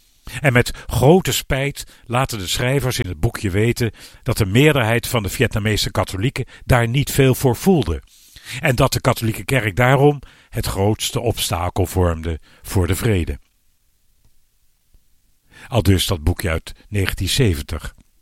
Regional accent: Netherlands

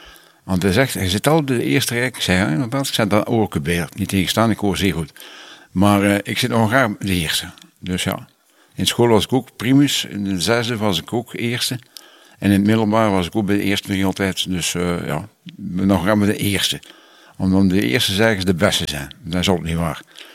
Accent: Ghent, Flanders, Belgium; born or raised there

